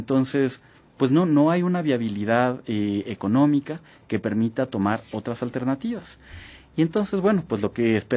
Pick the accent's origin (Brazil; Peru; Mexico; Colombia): Mexico; Imaginemos que cada mexicano, de los más de 120 millones que somos, cada mexicano tuviera que poner una pipa y media de 10.000 litros cada